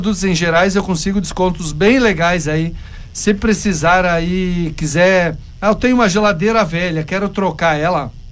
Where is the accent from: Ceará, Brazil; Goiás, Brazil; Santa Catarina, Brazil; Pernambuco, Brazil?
Santa Catarina, Brazil; Palmitos; born there; now in Salvador do Sul, Brazil; Eu que sou Bariga Verde, sou Catarina, nascido em Palmito, Santa Catarina, mas sou gaúcho de coração, 37 anos já em Salvador do Sul.